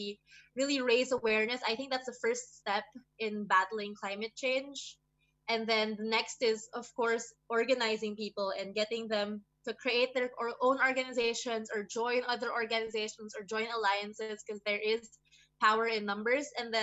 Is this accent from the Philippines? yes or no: yes; Philippines; I am from the Philippines.